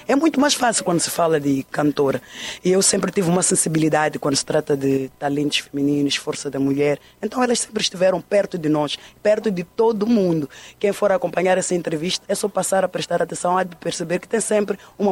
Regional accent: Mozambique; aquilo que nos dita que nós somos enquanto moçambicanos e artistas.

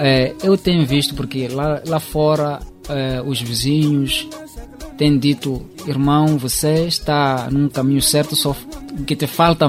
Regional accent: Nyarim, Inhambane, Mozambique; also born or lived in Quilundo; now in Maputo, Mozambique; Eu sou natural de Nyarim, sim. Uhum. Fui nascido em Quilundo, Zavala.

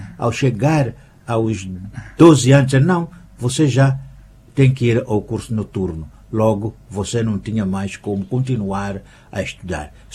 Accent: Cambine, Inhambane, Mozambique; born there; Eu sou de Cambina, né? Não faço propaganda sempre do local onde eu nasci, né? Eu sou de Cambina.

